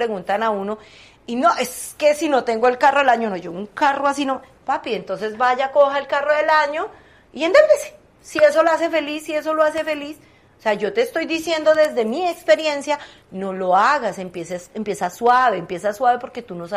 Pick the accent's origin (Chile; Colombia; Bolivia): Colombia; moved away as an adult; now in United States